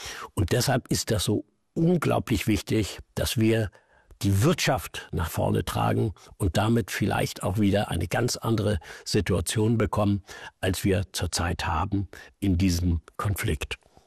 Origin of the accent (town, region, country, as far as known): Germany